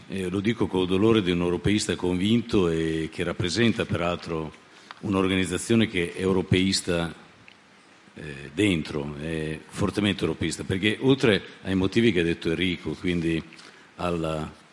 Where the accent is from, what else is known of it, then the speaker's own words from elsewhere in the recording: Emilia-Romagna, Italy; io vengo dall'Emilia Romagna